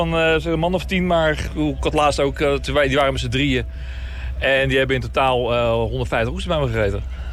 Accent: Alphen aan de Rijn, South Holland, Netherlands; Ik kom zelf uit Alphen aan de Rijn. Dus voor mij eigenlijk gewoon een soort van thuiswedstrijd.

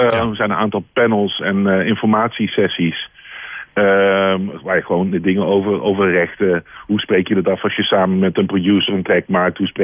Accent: Amsterdam, North Holland, Netherlands; Jij komt uit Haarlem, ik kom uit Amsterdam.

